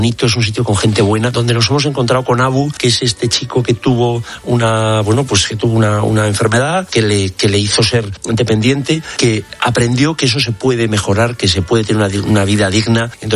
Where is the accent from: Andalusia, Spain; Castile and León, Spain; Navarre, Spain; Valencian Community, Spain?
Navarre, Spain; yo, como español, como navarro, como católico, estoy muy orgulloso de esa gente.